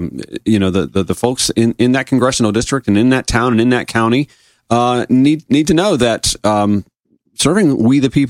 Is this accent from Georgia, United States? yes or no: yes; Grovetown, Georgia, United States; she's running from my hometown of Grovetown, Georgia.